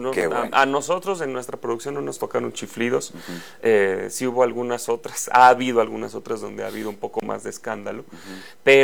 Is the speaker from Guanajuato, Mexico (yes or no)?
yes; Guanajuato, Mexico; born there; Familia de ingenieros, uh-huh, guanajuatenses, nací en Guanajuato.